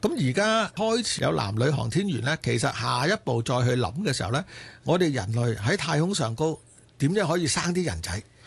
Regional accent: Hong Kong; 我哋香港人

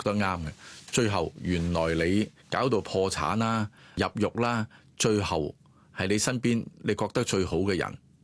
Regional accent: China; 身为中国人有个好，我哋都识一人叫苏东坡啊。

